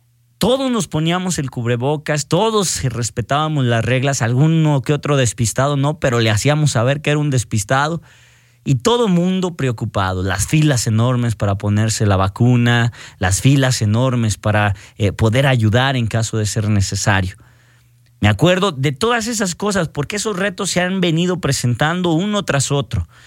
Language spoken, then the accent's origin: Spanish; Ojuelos, Jalisco, Mexico; born there; now in Aguascalientes, Mexico; mi tierra, Ojuelos, Jalisco